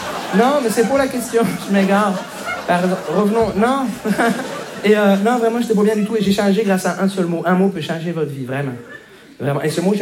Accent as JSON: {"language": "French", "town": "Montreal", "region": "Quebec", "country": "Canada", "said": "Bonjour, je me présente … je viens de Montréal."}